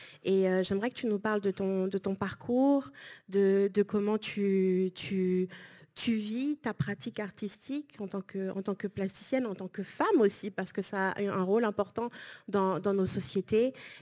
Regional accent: French Guiana; moi qui suis du littoral, donc d'Awala Yalimapo tout en haut, le littoral jusqu'à Cayenne, c'est mon lieu où j'ai toujours habité et je sais très peu de l'intérieur au final.

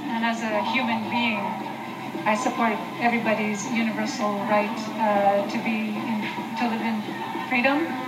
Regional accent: Kanesatake, Quebec, Canada; I'm from the Kanyakahaga community, Ganasagage, which is north of Montreal, and I'm Turtle Pond.

